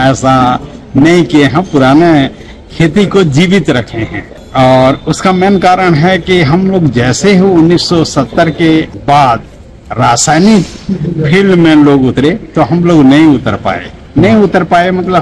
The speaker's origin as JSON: {"language": "Hindi", "town": "Milaravad", "region": "Chhattisgarh", "country": "India", "said": "ग्राम मिलारावाद, जिला महासमुंद, छत्तीसगढ़ का रहने वाला हूँ"}